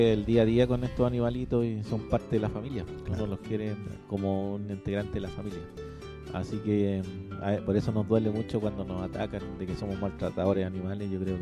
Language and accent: Spanish; Chile